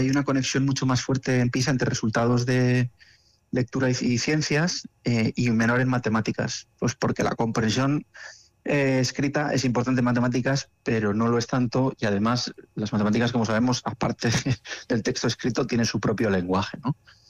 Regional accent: Basque Country, Spain

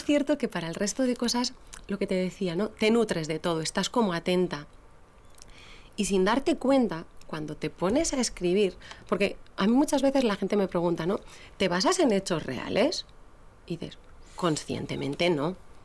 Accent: Basque Country, Spain; born there; Mi ama es gallega y mi aita es leonés. Yo nací aquí en Euskadi.

